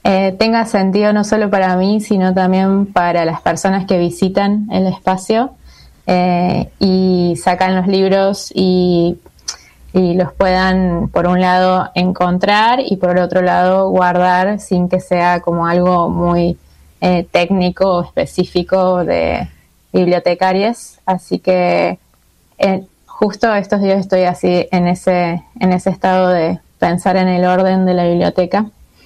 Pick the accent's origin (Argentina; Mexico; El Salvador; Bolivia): Argentina; Córdoba; Yo soy de Córdoba, que es en el centro del país. Es una zona sin mar y con muchas montañas, rodeado de montañas.